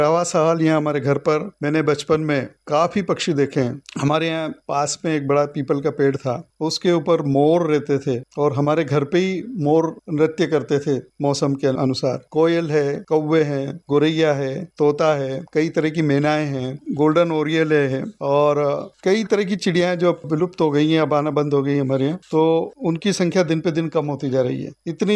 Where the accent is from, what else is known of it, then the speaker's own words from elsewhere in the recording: Jhalawar, Rajasthan, India; हम इस जो झालावाड़ के निवासी हैं बहुत सौभाग्यशाली हैं कि यहाँ पर स्टेट समय से ही वन्य जीवों का और पशु पक्षियों के लिए पर्याप्त संरक्षण यहाँ दिया जाता था।